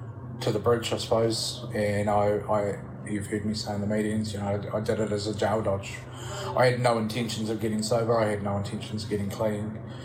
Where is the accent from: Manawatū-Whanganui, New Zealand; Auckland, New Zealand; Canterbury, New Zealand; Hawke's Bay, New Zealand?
Canterbury, New Zealand; Timaru; I grew up in Timaru